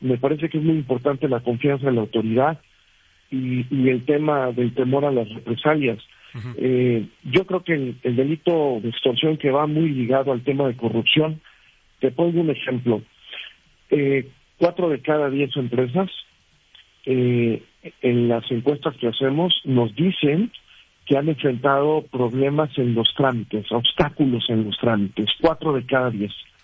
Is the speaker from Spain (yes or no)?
no; Mexico